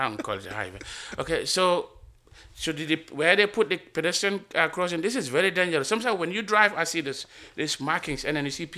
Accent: Gambia; I'm from the Gambia.

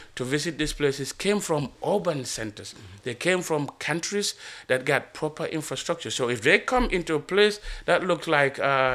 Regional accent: Gambia; I'm from the Gambia.

